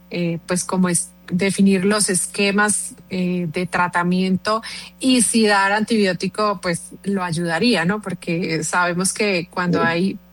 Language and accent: Spanish; Norte de Santander, Colombia; Yo soy del norte de Santander